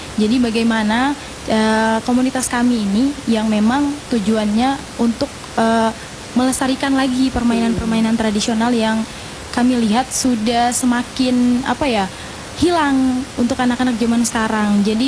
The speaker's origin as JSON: {"language": "Indonesian", "town": "Ternate", "region": "North Maluku", "country": "Indonesia", "said": "Dari Ternate."}